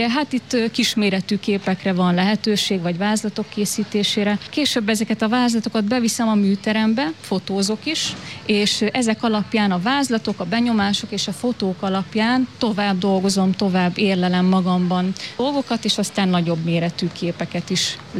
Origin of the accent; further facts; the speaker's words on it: Szolnok, Jász-Nagykun-Szolnok, Hungary; born there; nem hiába születtem oda, ahova születtem.